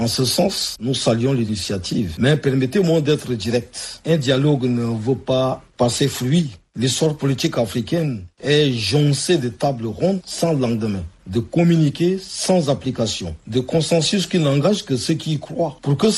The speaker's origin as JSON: {"language": "French", "country": "Chad"}